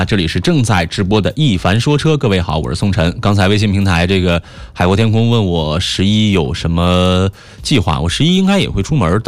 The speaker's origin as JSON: {"language": "Chinese", "region": "northern China", "country": "China", "moved": "yes", "lives_now": "Fuzhou, China", "said": "我是北方人嘛，从小其实没太见过大海"}